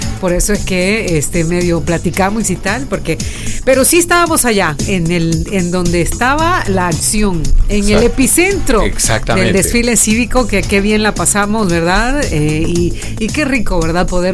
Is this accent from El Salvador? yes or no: yes; El Salvador; Y qué mejor manera de mostrarle al mundo con orgullo que somos salvadoreños.